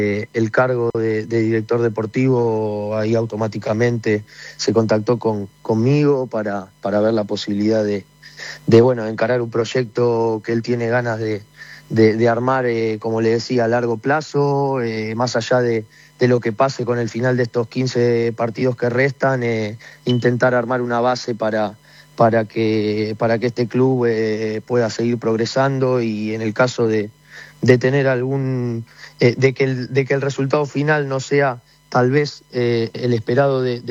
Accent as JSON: {"language": "Spanish", "country": "Argentina", "moved": "as an adult", "lives_now": "Paraguay"}